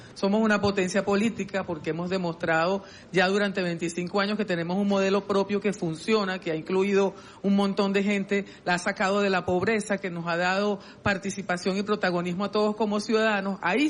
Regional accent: Venezuela

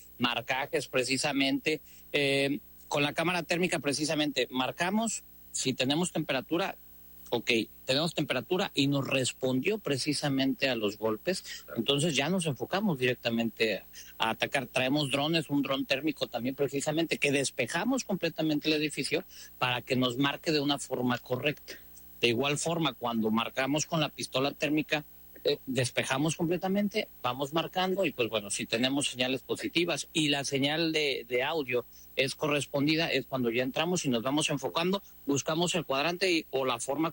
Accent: Atizapán de Zaragoza, State of Mexico, Mexico; Venimos del Estado de México, Atizapán, Zaragoza, a sus órdenes.

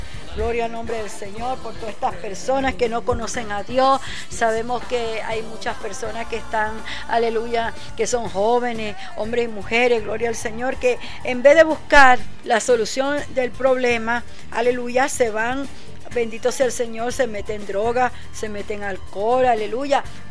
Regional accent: Venezuela; cuando nosotros amamos el país de Venezuela, amamos nuestro país donde nacimos, donde nacieron nuestros hijos, donde está nuestra familia

